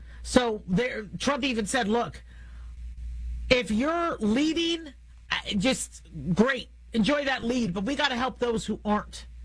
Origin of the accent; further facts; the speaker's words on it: United States; I'm American. I'm not Republican. I'm not Democrat. I'm American.